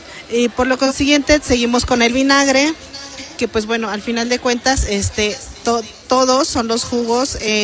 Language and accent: Spanish; Atzingo, Morelos, Mexico; Mi comunidad es Atzingo, y pues bueno, de ahí venimos varios productores a hacer nuestra exposición